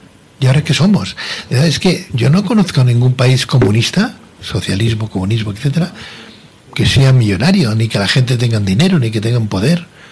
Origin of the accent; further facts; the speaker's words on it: Spain; yo me tengo que sentir orgulloso y no preocupado de la imagen que pueda llegar a dar si digo que me siento español.